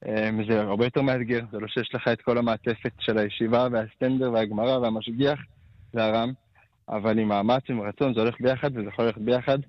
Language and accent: Hebrew; Jerusalem, Jerusalem District, Israel; אני מירושלים